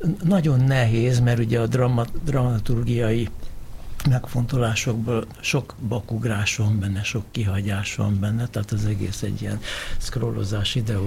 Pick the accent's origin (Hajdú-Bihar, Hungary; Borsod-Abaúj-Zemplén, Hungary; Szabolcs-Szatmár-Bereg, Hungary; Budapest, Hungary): Budapest, Hungary; én 48-ban az Akteleki utcába születtem bele, mint utcába, és az a vidék, tehát a Tisza-Kálmán tér és környéke